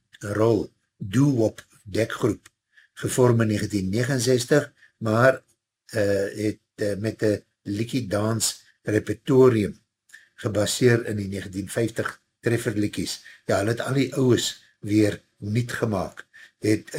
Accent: Blyvooruitzicht, Gauteng, South Africa; Cartonville en Bly Vooruitsig. Ek self het as kind ook in Western Area geblei vir baie jare en ek het op Bly Vooruitsig beginne school gaan.

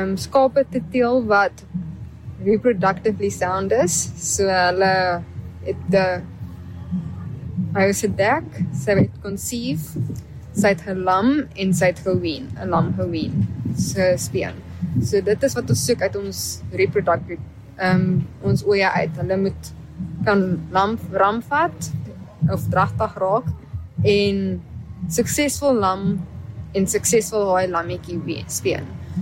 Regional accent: Middelburg, Eastern Cape, South Africa; Ek is hier van Middelburg af. Mama oupa het altyd in Zastron geboer, so dis waar my passie vandaan gekom het.

